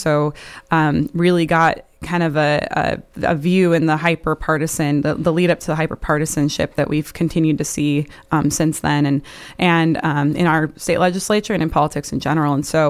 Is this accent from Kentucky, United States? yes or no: no; Sequim, Washington, United States; also born or lived in Seattle area; I grew up in Squim, Washington, and had the best time here. It's the community that raised me